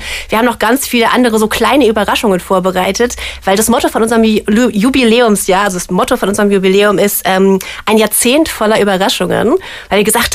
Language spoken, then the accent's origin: German; Bonn, North Rhine-Westphalia, Germany; ich bin selber auch Rheinländerin, so Urbonnerin.